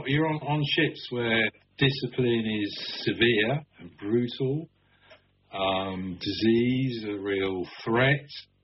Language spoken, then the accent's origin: English; London, United Kingdom; And, you know, as a Londoner, you know, fascinated by, at that point, the biggest city in Europe, the most dynamic city